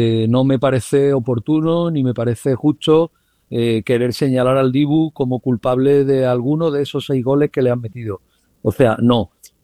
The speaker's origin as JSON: {"language": "Spanish", "country": "Spain", "said": "pero como hombre de fútbol y sobre todo como español, deportivamente hablando, si tengo que pensar en lo mejor para mi equipo, para mi selección, para la selección española"}